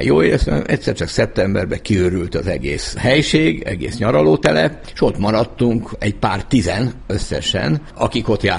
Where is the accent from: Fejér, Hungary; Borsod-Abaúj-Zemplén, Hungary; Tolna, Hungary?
Fejér, Hungary; Agárd; also born or lived in Budapest; én 4 éves voltam, amikor Zuglóból oda költöztünk, mert államosították édesapám pékségét, és lementünk az agárdi házunkba.